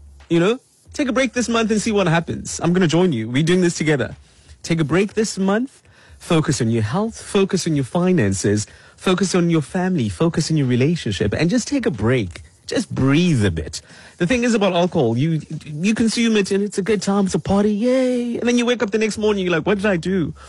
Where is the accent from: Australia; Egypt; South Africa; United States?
South Africa; I'm a South African